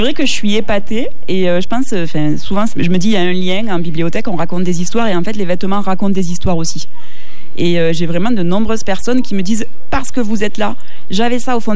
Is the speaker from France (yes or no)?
yes; Saint-Laurent-d'Aigouze, Occitanie, France; Alors moi, je suis originaire de Saint-Laurent-des-Gouzes, c'est pour ça, d'où mon accent.